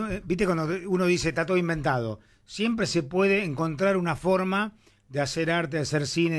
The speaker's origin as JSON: {"language": "Spanish", "town": "Merlo", "region": "Buenos Aires Province", "country": "Argentina", "tie": "born there", "said": "yo, que soy nacido en Libertad Merlo"}